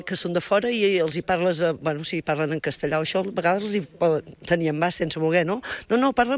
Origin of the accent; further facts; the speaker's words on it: Catalonia, Spain; sóc catalana.